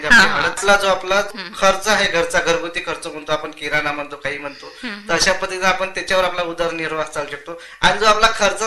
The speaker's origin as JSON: {"language": "Marathi", "region": "Maharashtra", "country": "India", "tie": "born or raised there", "said": "आपल्या अमरावतीमध्ये भाजीपाला विकतात त्यांना, अमरावतीतून माझं गाव इथून 100 किलोमीटर"}